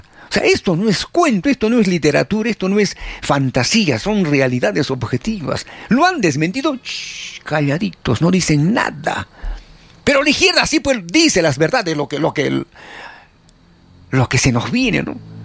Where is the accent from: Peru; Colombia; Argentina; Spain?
Peru